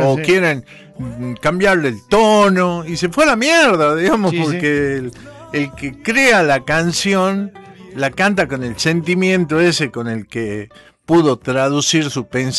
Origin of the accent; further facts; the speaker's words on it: Jujuy, Argentina; nosotros somos muy jujeños crónicos, somos muy fanáticos de nuestro Jujuy